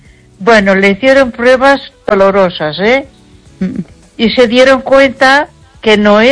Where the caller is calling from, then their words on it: Ponferrada, Castile and León, Spain; Buenas noches, Esther … de Ponferrada.